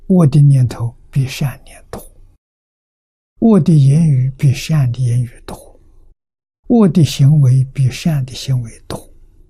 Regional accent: China

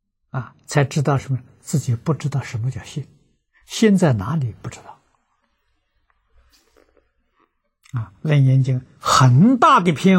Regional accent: China

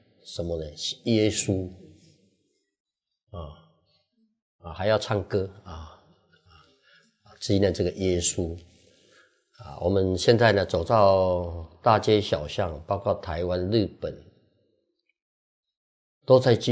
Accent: China; 那么这个不是外国人要求我们这么做啊，是我们中国人自己心甘情愿这么做啊

